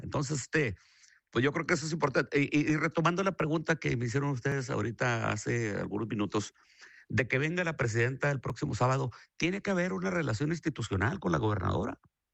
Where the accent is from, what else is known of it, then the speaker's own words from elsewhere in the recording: Jiménez, Chihuahua, Mexico; also born or lived in Parral; Soy de Jiménez, pero nací en Parral.